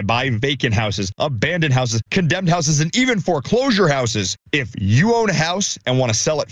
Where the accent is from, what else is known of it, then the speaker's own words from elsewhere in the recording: Netherlands; Yes, I'm from the Netherlands.